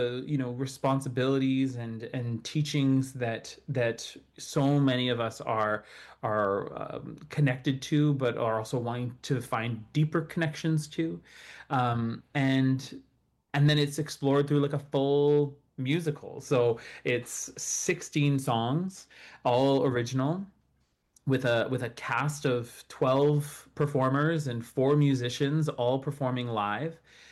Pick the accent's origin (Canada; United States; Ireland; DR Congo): Canada; Ontario; now in Vancouver, Canada; I'm Anishinaabe from the Matagami First Nations in Northern Ontario and also French, Canadian, and Irish.